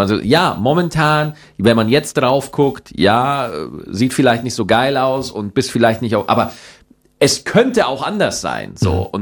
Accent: Schwarzach, Bavaria, Germany; Also ich bin in Schwarzach zur Schule gegangen. Also es ist wirklich ein bayerisches Dorf.

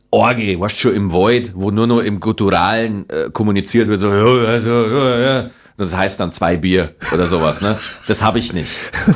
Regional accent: Bavaria, Germany; je näher ich tatsächlich an meine Heimat Niederbayer komme, umso schneller hört man dann raus, so, bist du eigentlich, kommst du so Niederbayern

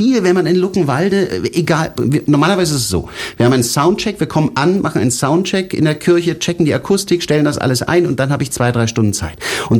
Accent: Italy; now in Germany; Aber ich meine, ich bin Italiener, für uns ist natürlich Samstag, Freitag, Samstag, die Leute sind auf der Straße, Straße im Sonnenschein.

